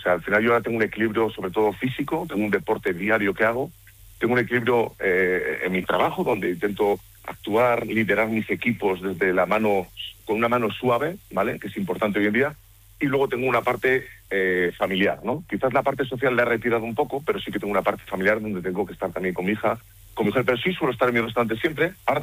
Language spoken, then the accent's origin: Spanish; Cantabria, Spain; moved away as an adult; now in Burgos, Spain; Yo me siento muy burgalés, pero yo soy cántabro de nacimiento, tengo un apellido pasiego de los Valles Pasiegos, mi descendencia viene de la Vega del Paz, de San Pedro Romeral, y Cantabria es la tierra que me vio nacer. Mi adolescencia la pasé en Cantabria